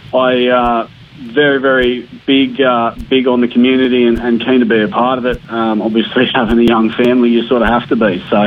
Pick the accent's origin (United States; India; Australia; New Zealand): Australia; Quirindi, New South Wales; pretty well born and bred in Quirindi. Moved away a couple of times for work and study, but have found it back here.